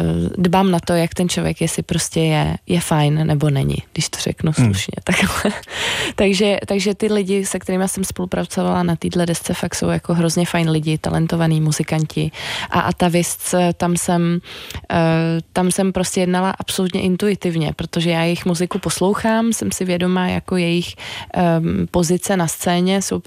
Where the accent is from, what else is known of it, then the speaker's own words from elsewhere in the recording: Prague, Czechia; born there; A ta Praha je taková pro mě jako výjimečná, jednak je to moje rodné město a jednak je to takový jako trh sám o sobě, jo?